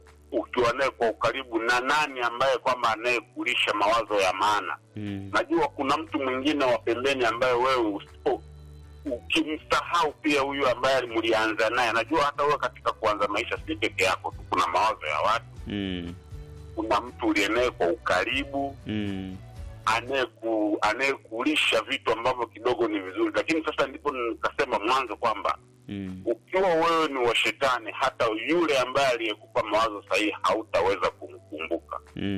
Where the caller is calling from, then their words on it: Bunda, Mara, Tanzania; Mimi ni wa Bunda